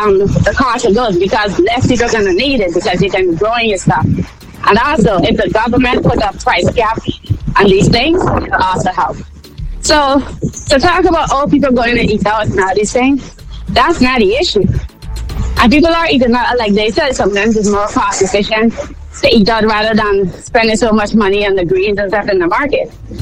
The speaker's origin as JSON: {"language": "English", "country": "Guyana", "tie": "born or raised there", "moved": "as an adult", "said": "When I grew up in Guyana, I love Guyana almost 30 years now"}